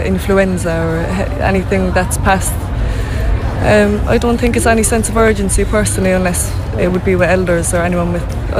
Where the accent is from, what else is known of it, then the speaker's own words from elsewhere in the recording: Fernery, Australia; I'm from Fernery.